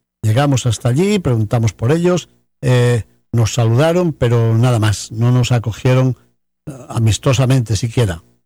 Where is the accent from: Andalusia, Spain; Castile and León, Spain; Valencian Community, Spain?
Castile and León, Spain; León; fui con varios sacerdotes de mi tierra, de León